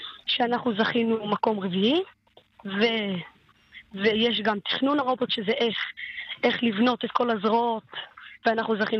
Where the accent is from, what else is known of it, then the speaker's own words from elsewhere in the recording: Beit Shemesh, Jerusalem District, Israel; אני מבית שמש, תחרת תורת שלום.